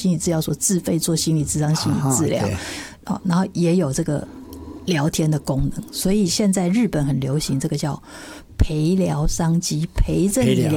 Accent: China; 我们中国人有句古话嘛，那个酒逢知己千杯少嘛，话不投机半句多。

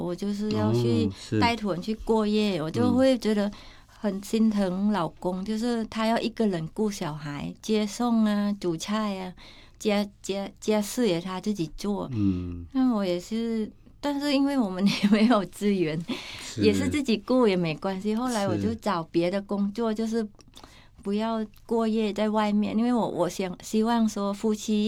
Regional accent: Thailand; now in Taiwan; 我是来自泰国，可是我嫁给台湾人了，我也是台湾人。

